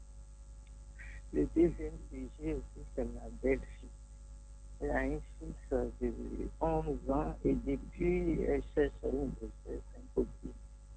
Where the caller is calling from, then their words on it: Abidjan, Côte d’Ivoire; Je vous appelle d'Angré.